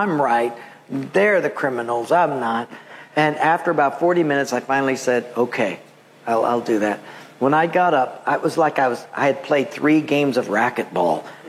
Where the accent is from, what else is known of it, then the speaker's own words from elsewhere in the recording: Palolo, Hawaii, United States; And I thought, dude, you're Haole. I'm from Palolo. You leave the island. I'm home.